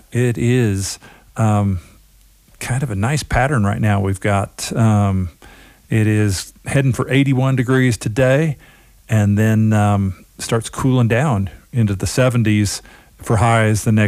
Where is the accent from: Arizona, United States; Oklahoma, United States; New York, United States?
Oklahoma, United States; now in Grand County, Colorado, United States; since I grew up in Oklahoma